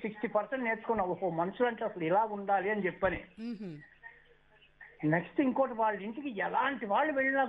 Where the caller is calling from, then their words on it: Bengaluru, Karnataka, India; బెంగళూరు నుంచి మాట్లాడుతున్నాను.